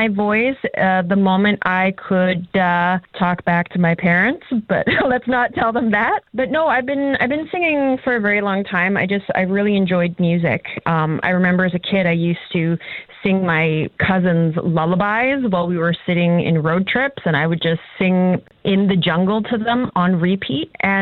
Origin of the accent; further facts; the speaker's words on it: Yellowknife, Northwest Territories, Canada; Growing up in Yellowknife, the school that I went to, there were very few Indigenous people.